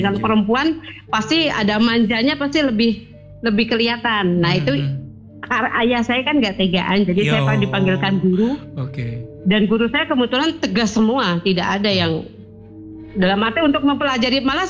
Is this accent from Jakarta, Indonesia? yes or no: yes; Jakarta, Indonesia; first language Indonesian; Saya benar-benar orang Jakarta asli. Maksudnya lahirnya di Jakarta. Yeah. Apa namanya, lingkungan pun Jakarta semua. Mm-hmm. Jadi Betawi.